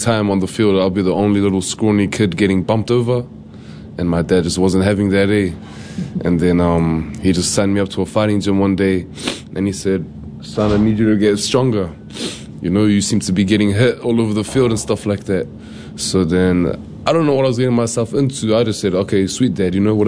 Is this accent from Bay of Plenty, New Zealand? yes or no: no; Auckland, New Zealand; also born or lived in Tehran, Iran; I grew up here in New Zealand.